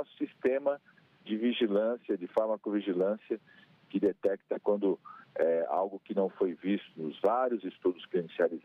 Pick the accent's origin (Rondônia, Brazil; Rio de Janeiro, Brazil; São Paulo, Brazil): São Paulo, Brazil; Hoje eu estou aqui em São Paulo, na região do Campo Limpo, é uma região onde eu cresci